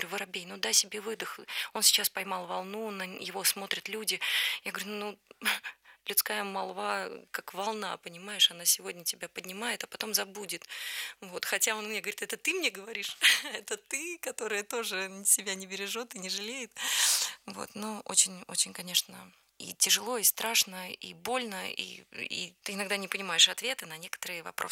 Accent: Nizhny Novgorod, Nizhny Novgorod Oblast, Russia; Все почему-то думали, что я из Санкт-Петербурга, а не из Нижнего Новгорода.

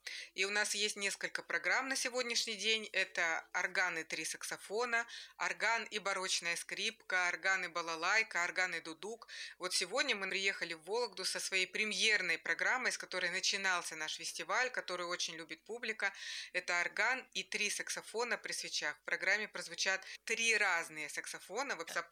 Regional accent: Saint Petersburg, Russia; поскольку я из Санкт-Петербурга

